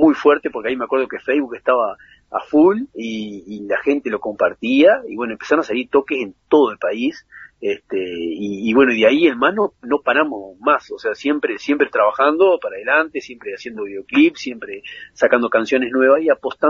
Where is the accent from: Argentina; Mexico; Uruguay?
Uruguay; Yo, que soy el vocalista, soy de Yun.